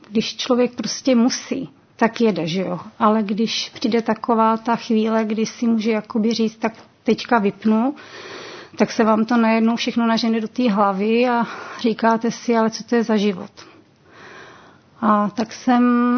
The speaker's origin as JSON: {"language": "Czech", "town": "Vysoké Mýto", "region": "Pardubice Region", "country": "Czechia", "said": "jsem z Vysokého Mýta"}